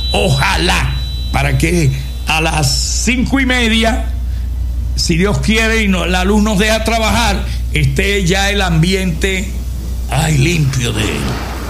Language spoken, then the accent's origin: Spanish; Ciudad Ojeda, Zulia, Venezuela; le estoy poniendo a mi pueblo, amigos de órbita, se las narro, a Ciudad Ojeda